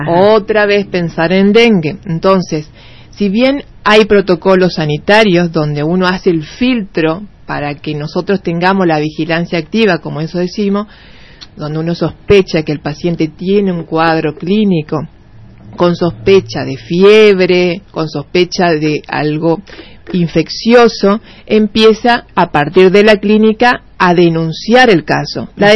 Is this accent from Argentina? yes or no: yes; Argentina; nosotros como argentinos